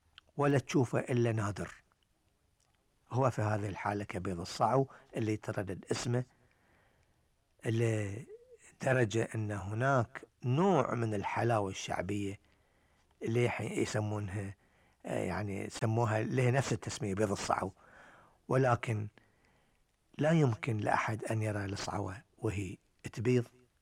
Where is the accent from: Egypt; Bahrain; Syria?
Bahrain; عندنا في البحرين